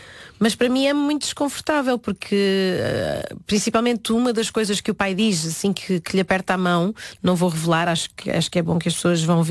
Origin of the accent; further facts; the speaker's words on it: Portugal; born there; Eu vinha na barriga da minha mãe e já nasci cá.